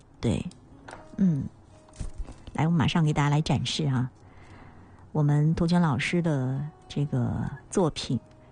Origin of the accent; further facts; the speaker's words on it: China; 我们中国人